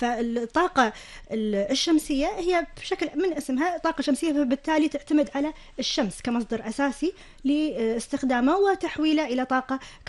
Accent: Kuwait; وعندنا في الكويت

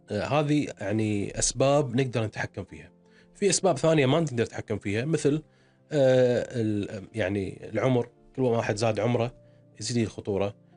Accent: Kuwait; احنا عندنا بالكويت

